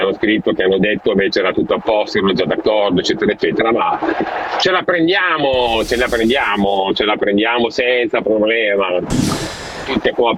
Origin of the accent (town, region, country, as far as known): Bologna, Emilia-Romagna, Italy